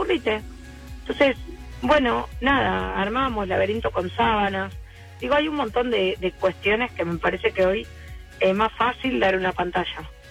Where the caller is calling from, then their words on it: Bella Vista, Buenos Aires Province, Argentina; de Bellavista.